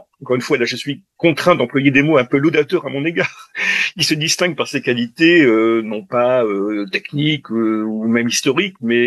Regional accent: Marcq-en-Barœul, Hauts-de-France, France; born there; je suis né près d'Ille, à Marcq-en-Barœul

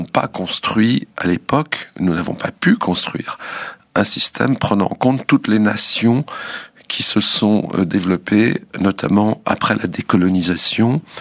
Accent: France; en tant que Français, en tant qu'Européen

